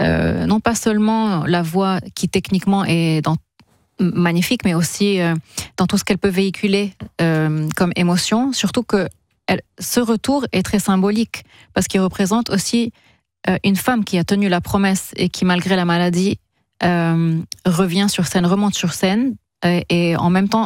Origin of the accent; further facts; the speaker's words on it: Lebanon; now in France; Je suis libanaise aussi